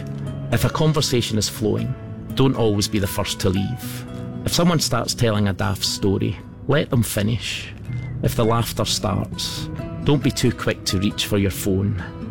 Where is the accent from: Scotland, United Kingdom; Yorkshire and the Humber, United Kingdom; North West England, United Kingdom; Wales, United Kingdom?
Scotland, United Kingdom; moved away as an adult; now in Akrotiri, Cyprus; As a Scotsman